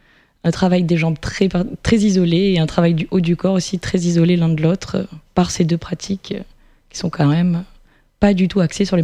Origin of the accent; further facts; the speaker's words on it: Auvergne-Rhône-Alpes, France; je viens d'Ardèche, j'ai 26 ans